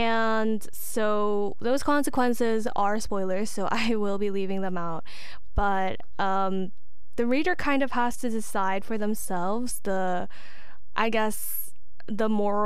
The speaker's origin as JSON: {"language": "English", "region": "Oregon", "country": "United States", "moved": "yes", "lives_now": "Washington, D.C., United States", "said": "I'm from Oregon, and so our beaches are very, very cold and very, very gloomy."}